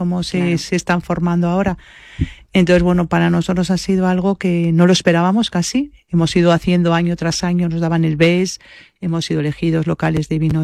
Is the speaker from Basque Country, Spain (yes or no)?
yes; Vitoria-Gasteiz, Basque Country, Spain; yo soy vasca, que soy de Vitoria